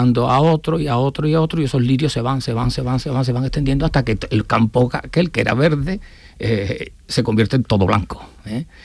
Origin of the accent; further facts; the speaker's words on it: Hinojos, Andalusia, Spain; Hinojo es un pueblo muy pequeño. Entonces, ya sabéis que lindamos con Almonte en el arroyo del Anjolí o en Caño Marín, según se entienda